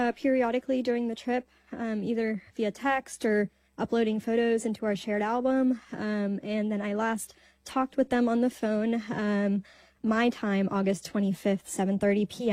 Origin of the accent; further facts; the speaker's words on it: Dallas, Texas, United States; We grew up in Dallas. They're both born in India, so they immigrated here in the 90s.